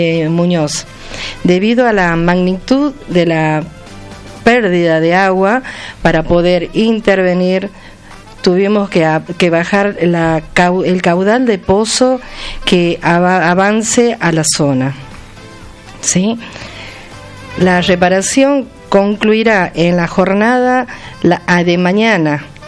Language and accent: Spanish; Tucumán, Argentina